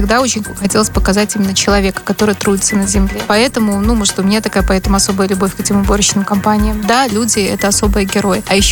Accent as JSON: {"language": "Russian", "country": "Belarus", "said": "Это мы белорусы, это наша земля, вот это то, что исконно мы."}